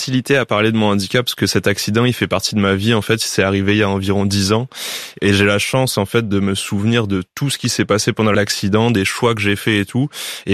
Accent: L'Étang-Salé, Réunion; moved away as an adult; also born or lived in Bayonne; moi j'ai toujours vécu proche de l'eau, je suis originaire de La Réunion

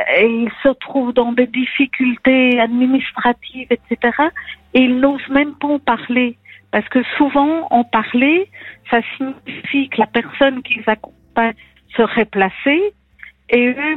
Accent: Belgium; Alors, notre parcours est un peu particulier dans le sens que nous sommes belges.

